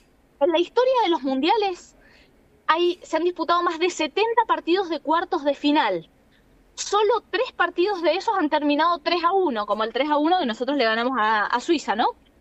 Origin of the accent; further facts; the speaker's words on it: Argentina; somos argentinos